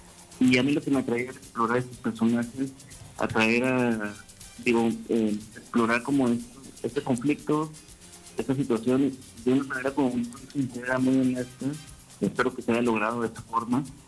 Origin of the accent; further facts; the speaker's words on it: Tampico, Tamaulipas, Mexico; Sí, yo soy de Tampico. Justo aquí estoy en Tampico.